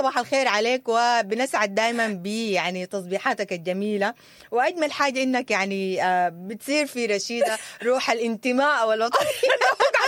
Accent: Sudan; عارفين بلدنا السودان إنه يعوم فيها الخير والأمان والاستقرار وإنه نرجع لمكاننا وبلادنا وحلالنا وبيوتنا

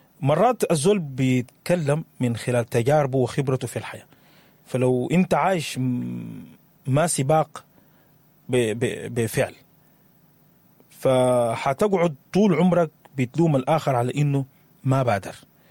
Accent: Sudan

